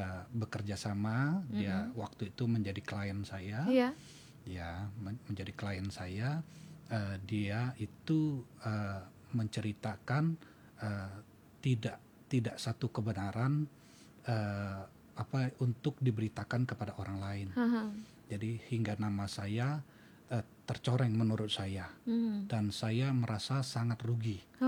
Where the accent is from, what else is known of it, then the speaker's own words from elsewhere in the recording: Kalimantan, Indonesia; Karena saya orang Kalimantan, masih ada darah Dayaknya gitu ya.